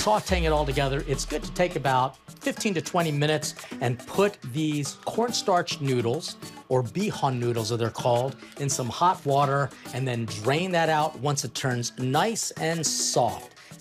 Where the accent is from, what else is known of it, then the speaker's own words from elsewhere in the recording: Philippines; to help me remember the visit to my hometown. Nothing speaks of homecoming as a meal for me more than pansit, which is that really thin noodle. And as a homecoming dish, we always celebrated with long stranded noodles because, at least for the Philippines